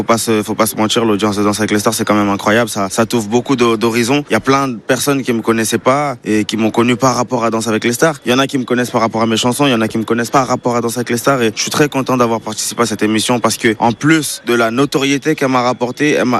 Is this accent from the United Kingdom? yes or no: no; Kinshasa, DR Congo; now in Sevran, France; Comme je le dis souvent, en tant que Congolais, bah, on est avec cette passion pour la musique ou pour le foot. Bah, moi c'est la musique que j'ai choisie. Et je suis arrivé de Kinshasa, j'ai habité à Sevran.